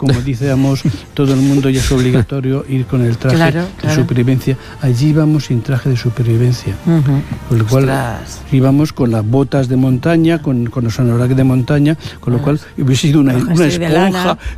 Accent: Madrid, Community of Madrid, Spain; Y yo dije, yo como soy de Madrid, pues dije, pues normal.

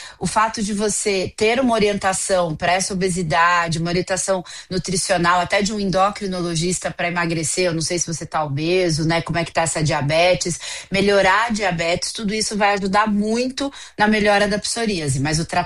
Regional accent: Araraquara, São Paulo, Brazil; Minha família, eu sou de Araraquara, minha família

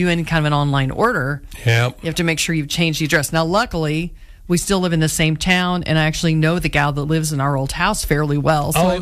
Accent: Clay Center, Kansas, United States; moved away as an adult; also born or lived in Newton, Kansas / Peabody, Kansas / Manhattan, Kansas; Moved to Clay Center, was in the same house my entire school career, you know, until I was 18.

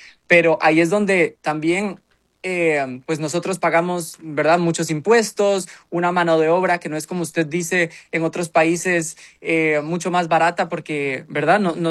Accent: Costa Rica

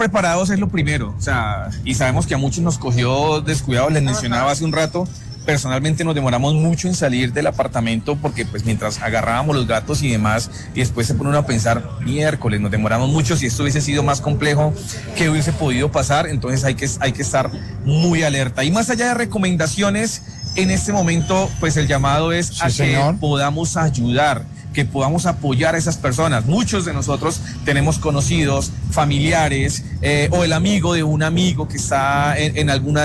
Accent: Colombia

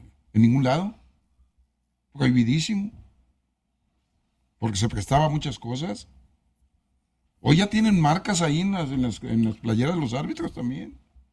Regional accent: Xalisco, Nayarit, Mexico; En mi pueblo, Jalisco, Nayarit

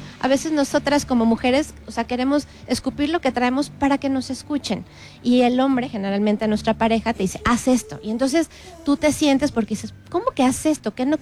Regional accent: Mexico; Por ejemplo, ¿cómo somos los mexicanos? Uh-huh. Somos como un jarrito de tlaquepaque.

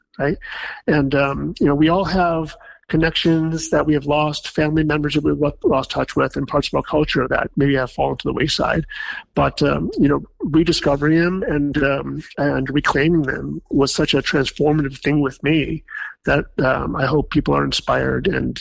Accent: Wisconsin, United States; You know, it's just as a insecure teenager growing up in Wisconsin, I just wanted to blend in. I didn't have any interest in my Chinese culture.

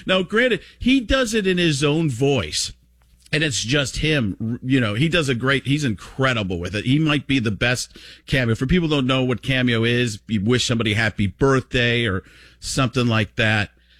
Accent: Waukesha, Wisconsin, United States; born or raised there

